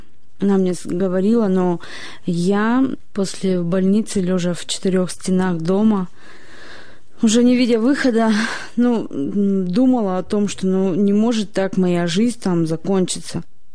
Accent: Nizhny Tagil, Sverdlovsk Oblast, Russia; мне 30 лет. Родилась и выросла в Нижнем Тагиле.

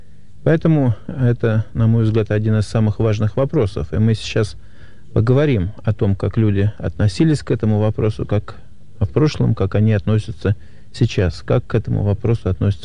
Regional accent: Moscow, Russia; Я москвич, родился в Москве и всю свою почти более чем 40-летнюю жизнь прожил в этом городе.

